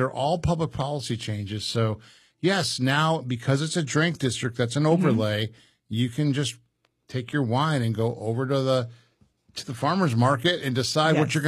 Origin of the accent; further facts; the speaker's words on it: Midwest, United States; I grew up in the Midwest.